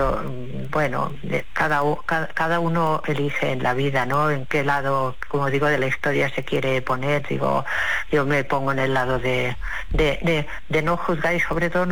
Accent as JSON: {"language": "Spanish", "town": "Badalona", "region": "Catalonia", "country": "Spain", "said": "yo soy de Badalona, pero he estado muchos años viviendo fuera de Badalona"}